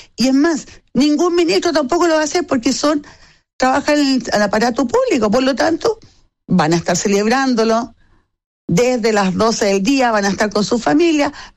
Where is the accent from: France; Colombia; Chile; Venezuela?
Chile